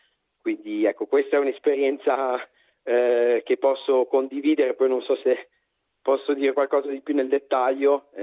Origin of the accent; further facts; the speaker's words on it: Genoa, Liguria, Italy; moved away as an adult; E io vengo da Genova, quindi sono anch'io studente fuori sede